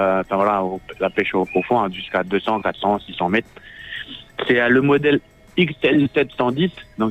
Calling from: Bourail, South Province, New Caledonia; Moi, je suis à Bourail, mais après, on peut s'arranger. S'il faut, je descends à Nouméa, des fois.

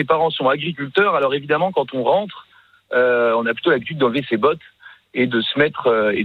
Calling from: Saumur, Pays de la Loire, France; J'habite à Saumur.

